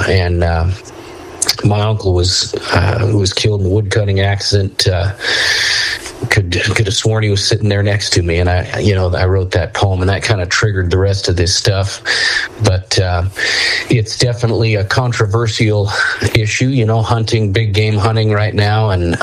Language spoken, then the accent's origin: English; Utah, United States; growing up in Utah, if you grow up as a rural kid here in Utah